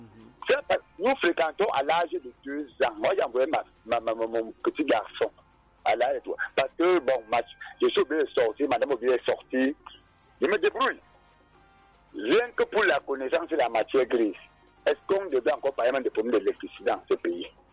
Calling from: Cameroon; Je suis un jeune Camerounais.

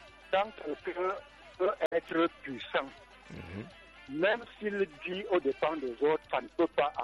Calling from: Essé, Centre, Cameroon; J'appelle depuis Essé.

